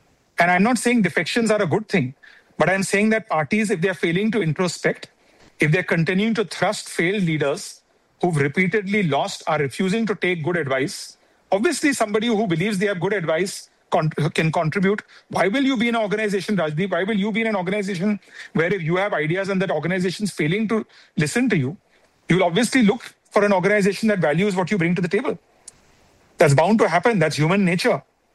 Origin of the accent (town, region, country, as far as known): India